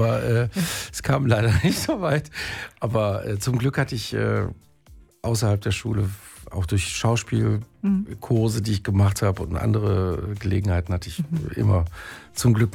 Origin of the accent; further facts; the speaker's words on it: Neuss, North Rhine-Westphalia, Germany; also born or lived in Düsseldorf; ich bin genau Düsseldorf geboren, in Neuss groß geworden.